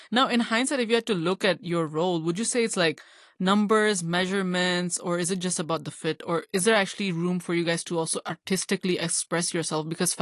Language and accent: English; Pakistan; now in Hong Kong; as a Pakistani woman myself, or even an ethnically diverse person, a South Asian woman in Hong Kong